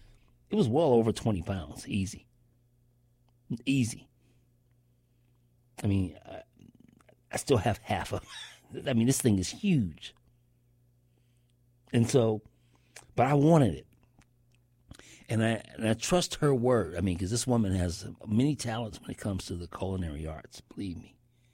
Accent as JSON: {"language": "English", "town": "San Francisco", "region": "California", "country": "United States", "tie": "born or raised there"}